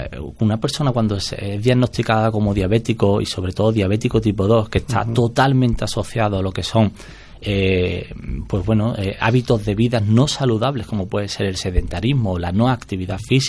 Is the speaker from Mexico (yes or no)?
no; Osuna, Andalusia, Spain; also born or lived in Granada; es un hombre de aquí de 41 años, de aquí de Osuna